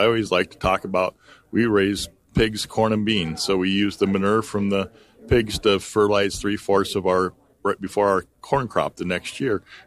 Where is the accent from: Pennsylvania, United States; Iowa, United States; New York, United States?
Iowa, United States; Conrad; Like you said, I'm from Conrad, Iowa, Grundy County, and we farm corn, beans, seed corn, and own weaned finished pigs there at Conrad.